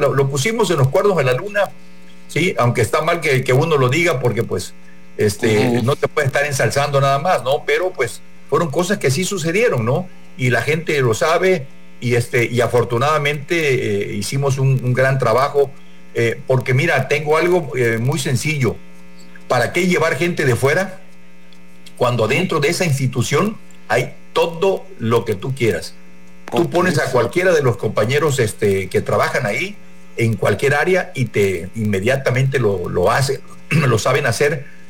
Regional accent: Tabasco, Mexico; yo soy de Tabasco, ya saqué hasta mi boleto para regresarme hoy mismo

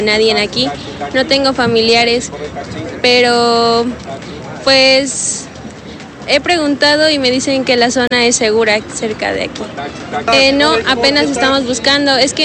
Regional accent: Chicontepec, Veracruz, Mexico; Vengo de Chicontepec y la verdad sí estoy muy emocionada porque pues son nuevas experiencias y nuevas oportunidades.

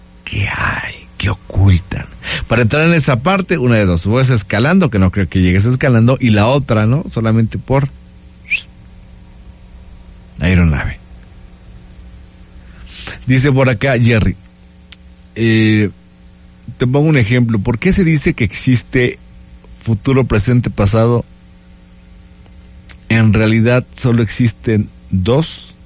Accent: Puebla, Mexico; Aquí de Puebla, hombre. Soy aquí de Puebla. Ya saben, ¿no? Poblano, al 100%. Soy poblano.

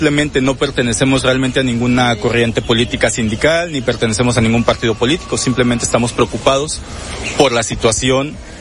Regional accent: Mexico

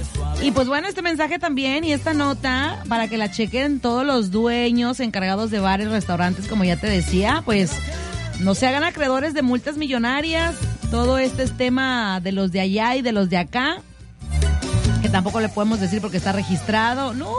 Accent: Mexico

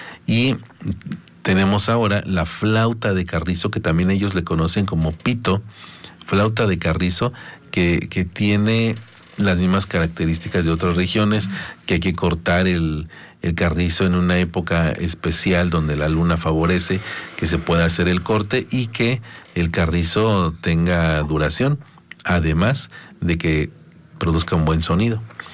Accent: Mexico; ahora soy mexicano con mucho gusto, con mucho orgullo y feliz de vivir en este bello país y sobre todo en este territorio.

